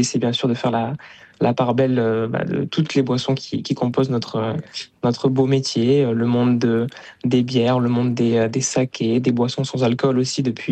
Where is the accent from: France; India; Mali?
France; Bayonne, Nouvelle-Aquitaine; Moi, je suis originaire de Bayonne, donc j'ai des parents restaurateurs. Donc, je suis né, j'ai grandi dans le restaurant familial.